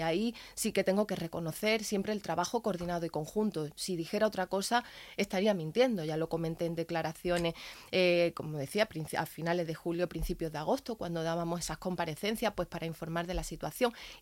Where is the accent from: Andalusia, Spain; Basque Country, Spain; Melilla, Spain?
Melilla, Spain; como melillense y como española, pues no me gusta escuchar ese tipo de declaraciones